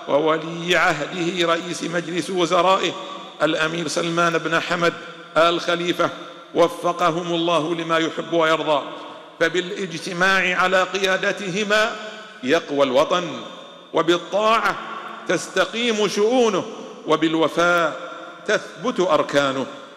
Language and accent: Arabic; Bahrain; بلادنا البحرين